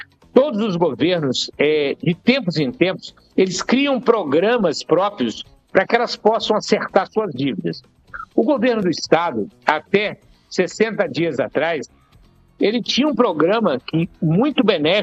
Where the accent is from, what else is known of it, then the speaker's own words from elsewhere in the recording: Brazil; Nós estamos morando no Brasil, somos brasileiros